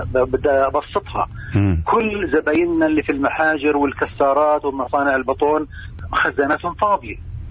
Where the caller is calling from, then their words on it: Hebron, West Bank, Palestine; انا بحكي من الخليل.